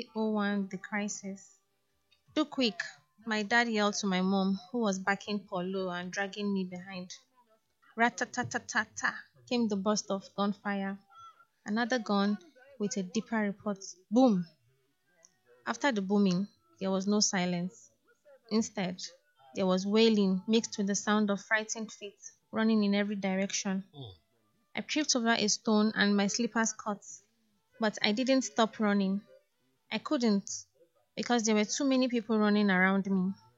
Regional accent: Middle Belt, Nigeria; I'm from Middle Belt.

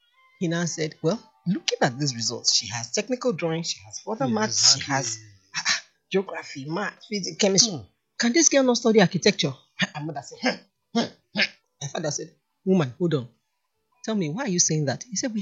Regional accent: Edo, Nigeria; I'm from Edo State, catchment area.

